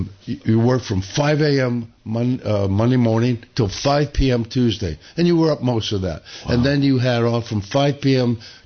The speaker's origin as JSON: {"language": "English", "town": "Rochester", "country": "United States", "said": "15 of us interns from all over the country, and I was one from Rochester"}